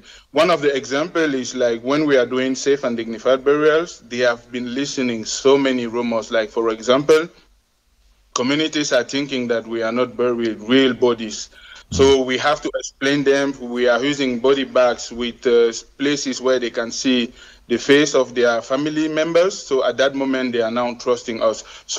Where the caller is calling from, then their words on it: Bunia, Ituri, DR Congo; I'm greeting you from Bunia here in the Ituri province, where we are handling the operation and fighting against this outbreak.